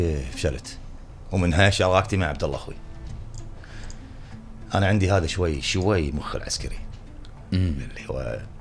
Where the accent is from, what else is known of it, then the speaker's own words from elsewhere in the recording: Kuwait; إحنا سنة من السنين المسرح مات عندنا بالكويت